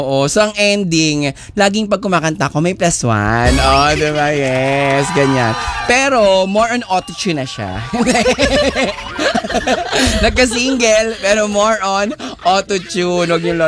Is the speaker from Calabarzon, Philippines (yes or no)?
no; Pasay, Metro Manila, Philippines; Kasi taga-Pasay kami dati, oo.